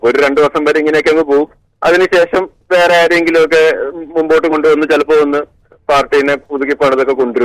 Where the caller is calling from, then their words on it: Kottayam, Kerala, India; ഞാൻ കോട്ടയം.